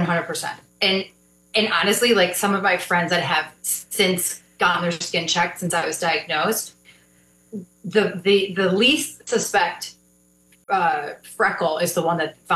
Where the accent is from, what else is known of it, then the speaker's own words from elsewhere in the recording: Crystal Lake, Illinois, United States; I grew up in Crystal Lake, so I grew up in a lake town